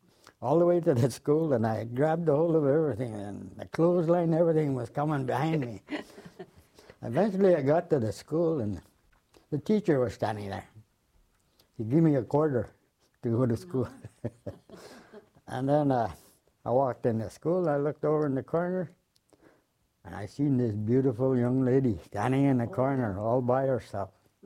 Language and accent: English; Moose Factory, Ontario, Canada; and Moose Factory is on the is an island where the reserve is on the island, that's where I grew up in Moose Knee.